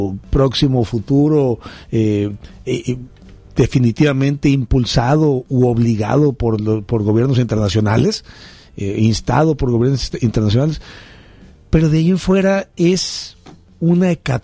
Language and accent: Spanish; Mexico; nos encontramos inmersos como mexicanos